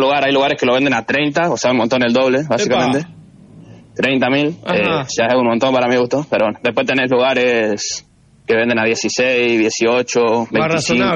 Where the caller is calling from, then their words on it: Argentina; Como todo argentino queremos el bicampeonato